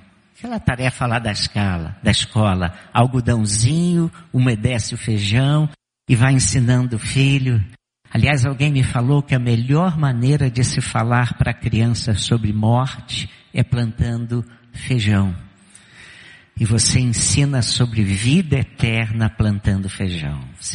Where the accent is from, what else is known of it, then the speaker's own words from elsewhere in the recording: Rio de Janeiro, Brazil; moved away as an adult; also born or lived in Greater Porto Alegre; Fui criado no Rio de Janeiro, sou carioca, e fui começar meu primeiro ministério pastoral no sul do Brasil, na Grande Porto Alegre.